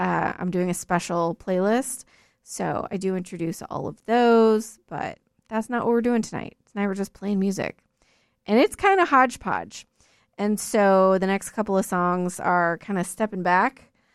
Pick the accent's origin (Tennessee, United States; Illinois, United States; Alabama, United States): Tennessee, United States; Nashville; fun fact, I am from Nashville